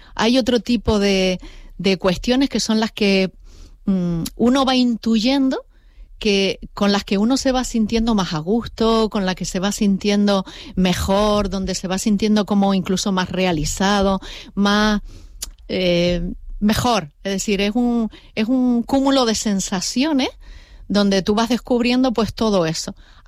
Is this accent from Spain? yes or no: yes; La Palma, Canary Islands, Spain; moved away as an adult; now in Gran Canaria, Spain; Me vengo de La Palma, porque yo soy de La Palma.